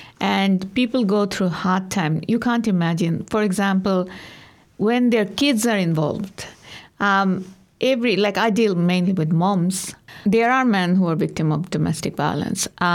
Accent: Bangladesh; moved away as an adult; I came from Bangladesh 20 years ago as an international student, and I studied education and was a teacher.

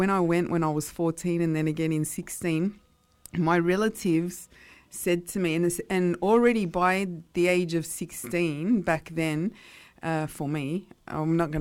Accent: Sydney, New South Wales, Australia; accent: Aussie; first language Italian; English is a second language; my grandparents were both from towns in Italy. So I grew up here in Western Sydney

